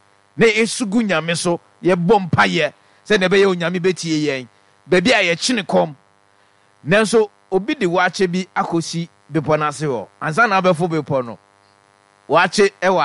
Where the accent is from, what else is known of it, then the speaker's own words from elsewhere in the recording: Ghana; now say my brother, I'm a Ghanaian. We have proper moral values as a nation. Growing up, I was taught not to mock people with disabilities